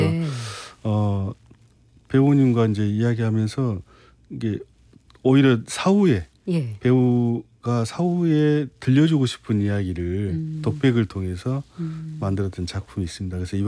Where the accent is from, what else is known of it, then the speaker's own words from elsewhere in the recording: Damyang, South Jeolla, South Korea; 담양인데, 저는 어렸을 때 어떻게 보면 평야만 있는 그런 그 삼질이라는 마을, 삼지천이 이런 마을에 태어났는데요. 산도 없고 난장판인 거예요.